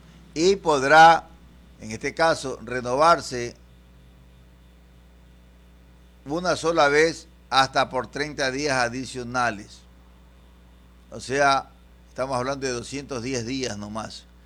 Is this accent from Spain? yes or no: no; Ecuador; nosotros, como ecuatorianos